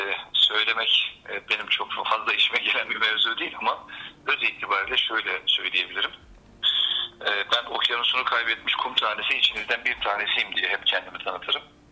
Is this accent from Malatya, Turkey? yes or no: no; Akkuş, Ordu, Turkey; now in Gaziantep, Turkey; Memleketimiz Ordu. Orduluyum aslen. Ordu üyeliyim. Akkuş doğumluyum. Ama Gaziantep'te ikamet ediyorum. Gaziantep'te yaşıyorum.